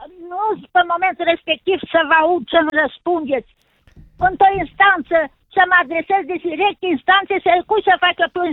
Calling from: Cluj County, Romania; De la Cluj, într-un sat de lângă Cluj.

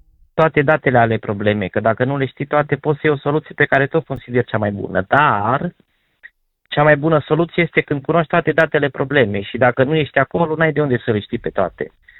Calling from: Cluj-Napoca, Cluj County, Romania; vă sunt de la Cluj.

